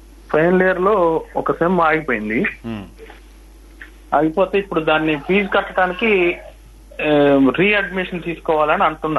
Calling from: Kothagudem, Telangana, India; నేను కొత్తగూడెం నుంచి, భద్రాద్రి జిల్లా.

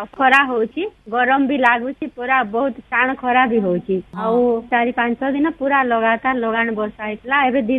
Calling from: Bargarh, Odisha, India; ମୁଁ ବରଗଡ଼ରୁ

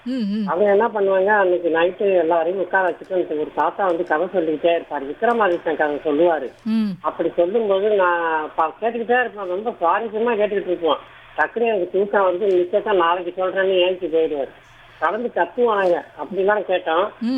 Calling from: Kumbakonam, Tamil Nadu, India

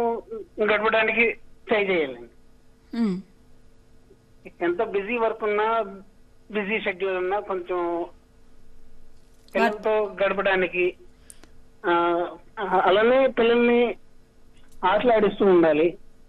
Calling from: Guntur, Andhra Pradesh, India

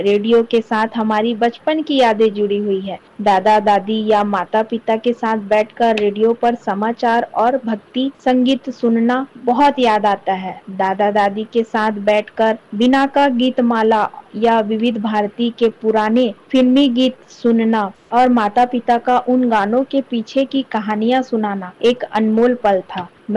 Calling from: Raigarh, Chhattisgarh, India; मैं रायगढ़ छत्तीसगढ़ की निवासी हूँ।

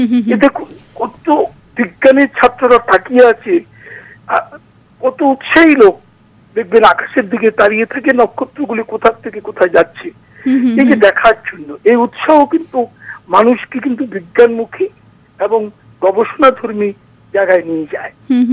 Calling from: India; বাজারঘাট মাতৃপল্লী থেকে।

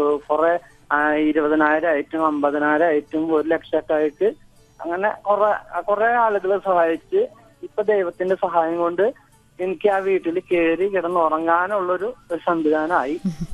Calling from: Thrissur, Kerala, India; ഞാൻ തൃശ്ശൂരിൽ നിന്നാണ്.

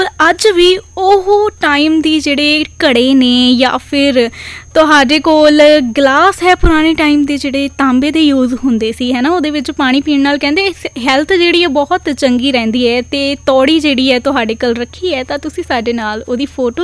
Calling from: Jalandhar, Punjab, India; ਬਾਰਗੋ camp Jalandhar.

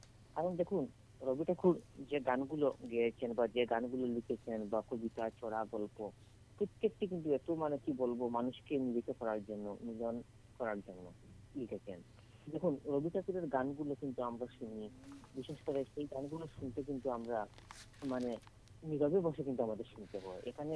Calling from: Tribhumi district, Assam, India; অসম রাজ্যের ত্রিভূমি জেলা থেকে বলছি।

